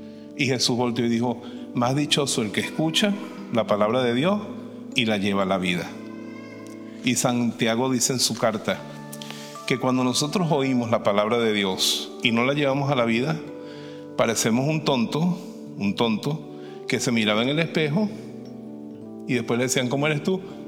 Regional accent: Venezuela; Ella vivía allá en mi tierra, en Venezuela.

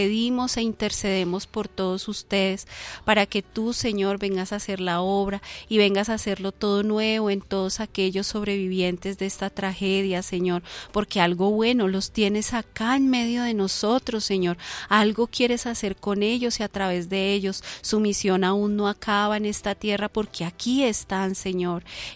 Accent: Colombia

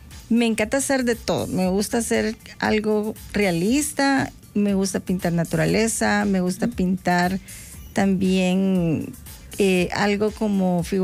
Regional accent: El Salvador; somos salvadoreños y mujeres

